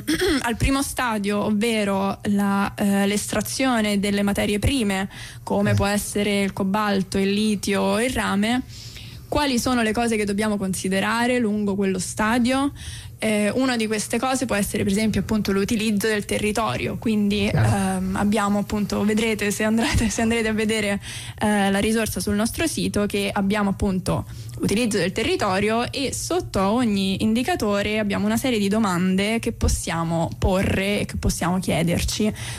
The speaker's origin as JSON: {"language": "Italian", "town": "Rome", "region": "Lazio", "country": "Italy", "also_born_or_lived": "London", "said": "tranne me, che sono di Roma e vengo da Roma e sto a Roma."}